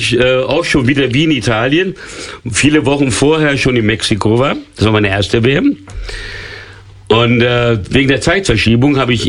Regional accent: São Paulo, Brazil; moved away; also born or lived in Hungary / Vienna; Als Baby nach São Paulo, da bin ich aufgewachsen.

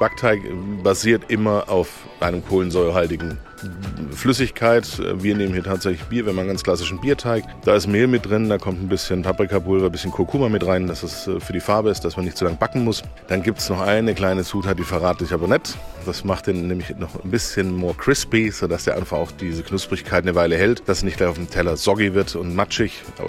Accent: Reutlingen, Baden-Württemberg, Germany; now in Wiesbaden, Germany; gebürtiger Schwabe, eingewandert aus Reutling. Ist tot zur Schwäbischen Alb, also ganz tief im Schwabeländle drin, da komme ich ursprünglich her.

